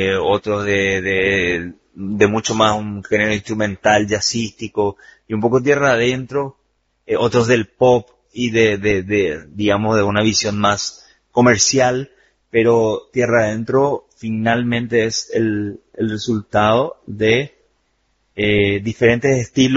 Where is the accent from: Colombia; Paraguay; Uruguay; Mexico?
Paraguay; San Lorenzo, Central; soy de la ciudad de San Lorenzo, nacido y criado en San Lorenzo